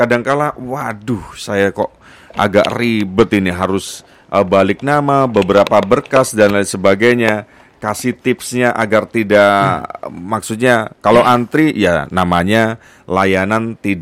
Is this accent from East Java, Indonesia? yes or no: yes; Jombang, East Java, Indonesia; saya orang Jombang